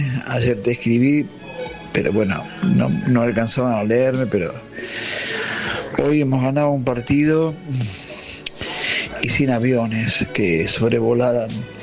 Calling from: San Luis, Argentina; de San Luis

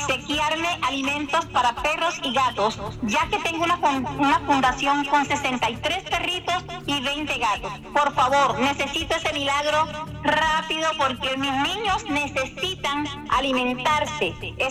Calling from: Cartagena, Bolívar, Colombia; aquí en Cartagena tengo 25 perritos

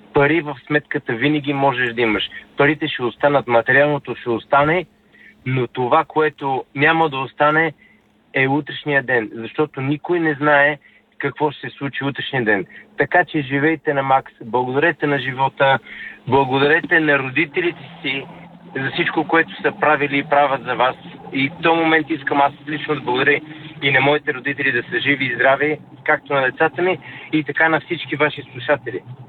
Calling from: London, United Kingdom; Ало, добро утро … от Лондон.

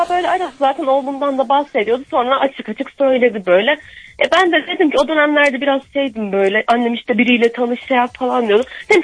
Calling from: Ankara, Turkey; ben Ankara'dan.

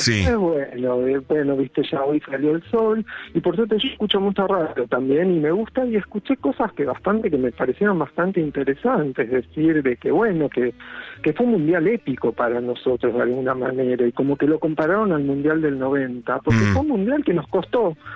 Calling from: Acassuso, Buenos Aires Province, Argentina; De Acasuso.

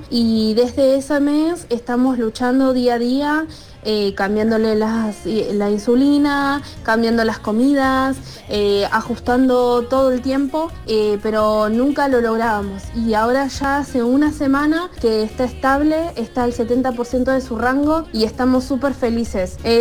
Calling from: Wilde, Buenos Aires Province, Argentina; de Wilde.

